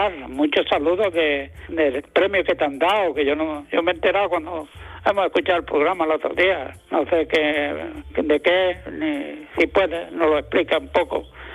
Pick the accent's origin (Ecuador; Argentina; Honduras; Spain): Spain; Almuñécar, Andalusia